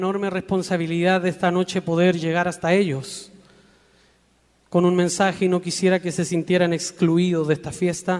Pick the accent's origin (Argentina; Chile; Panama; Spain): Chile; moved away as an adult; now in Mexico; Yo nací en Chile, le agradezco a mi país, a mi tierra el darme la vida, los amigos, la familia que me dio